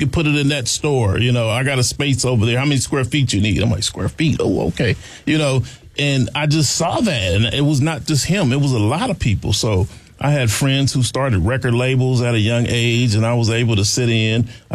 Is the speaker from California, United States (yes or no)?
yes; Compton, California, United States; growing up in Compton, it was kind of different for me.